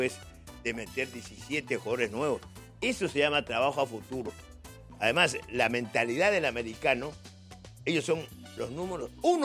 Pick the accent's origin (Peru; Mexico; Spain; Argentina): Peru; Lima; born there; yo nací en Barrios Altos, modestamente.